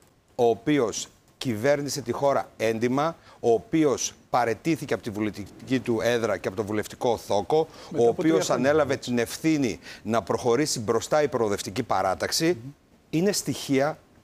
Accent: Western Macedonia, Greece; εγώ είμαι από τη Δυτική Μακεδονία.

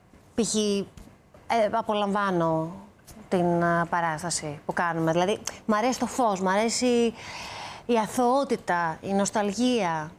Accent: Athens, Attica, Greece; Εγώ γεννήθηκα στην Αθήνα και μεγάλωσα στην Αθήνα.

